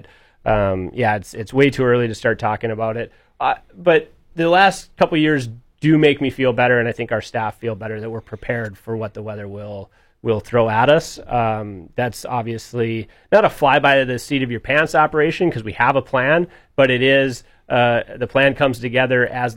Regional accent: Duluth, Minnesota, United States; growing up in Duluth

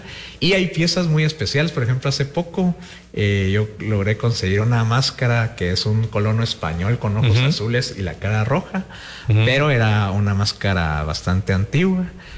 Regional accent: Guatemala; sino el tema también de la identidad como guatemaltecos, porque es una región muy rica la de Totonicapán.

